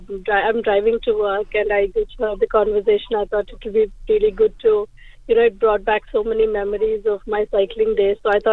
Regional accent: Hyderabad, Telangana, India; moved away; I was born and brought up in India, so I'm basically from Hyderabad.

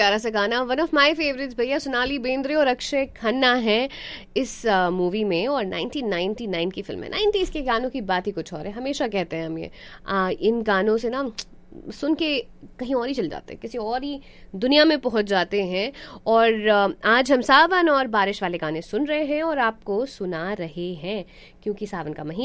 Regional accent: Bihar, India; now in Dallas, United States; मैं बिहार से हूँ

